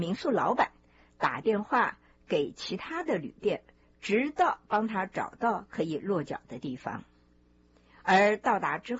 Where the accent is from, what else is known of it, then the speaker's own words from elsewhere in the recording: Taiwan; now in United States; 我来自台湾，在台湾出生长大，然后因缘际会移民到美国来。